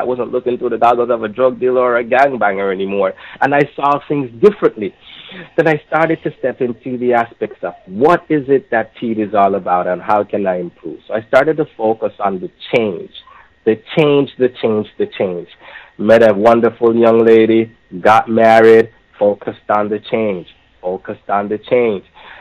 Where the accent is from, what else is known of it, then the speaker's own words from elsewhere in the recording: Almond Town, Kingston, Jamaica; sing a song when I was growing up in Almondtown like this.